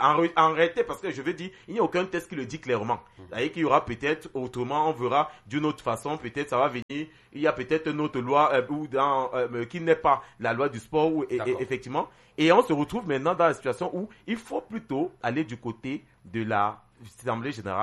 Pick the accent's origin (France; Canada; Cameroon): Cameroon; en tant que Camerounais